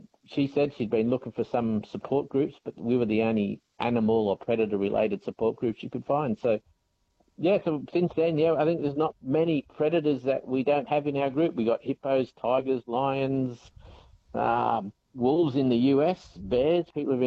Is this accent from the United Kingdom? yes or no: no; Australia; Plus, you know, as most Aussie men, we all like to self-medicate with a few beers